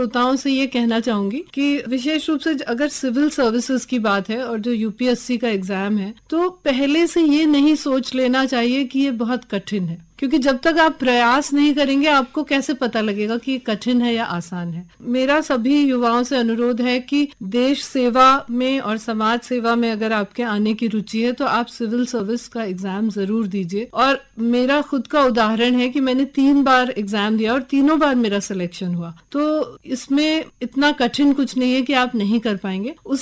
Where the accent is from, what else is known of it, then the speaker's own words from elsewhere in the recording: Madhya Pradesh, India; मेरा जो गृह राज्य है वो मध्य प्रदेश है, मेरे पिताजी मध्य प्रदेश के रहने वाले हैं